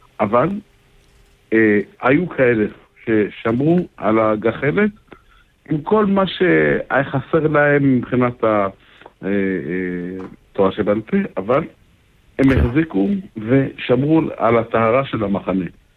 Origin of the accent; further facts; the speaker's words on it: Kfar Chabad, Central District, Israel; אני גדלתי בחב"ד.